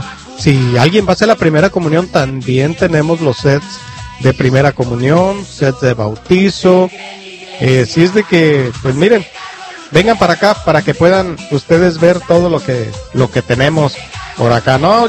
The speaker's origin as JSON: {"language": "Spanish", "country": "Mexico", "said": "Como buen mexicano, orgulloso mexicano."}